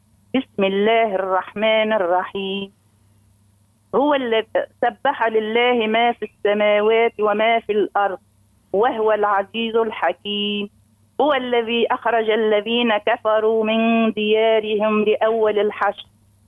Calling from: El Djem, Mahdia Governorate, Tunisia

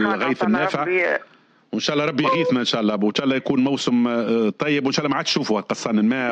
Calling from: Gafsa, Gafsa Governorate, Tunisia; يتكلم فيه من قفصة

